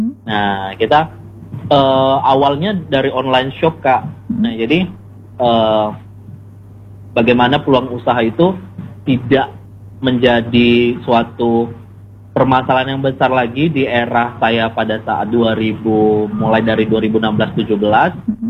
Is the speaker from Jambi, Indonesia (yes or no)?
yes; Jambi, Indonesia; also born or lived in Yogyakarta; Salam kenal … Saya berasal dari Jambi.